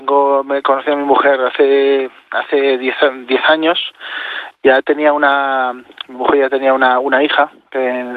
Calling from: Spain

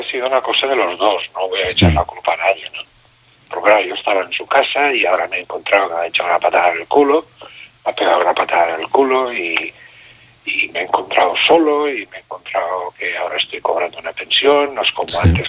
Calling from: Santa Cristina d'Aro, Catalonia, Spain; vivo en Alampurdá.

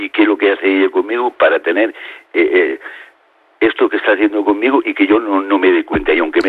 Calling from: Manresa, Catalonia, Spain; Yo vivo en Manresa con mi hija.

